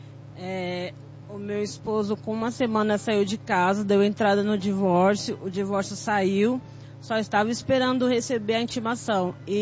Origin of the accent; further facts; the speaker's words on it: Brazil; eu sou do bairro da Cachoeirinha.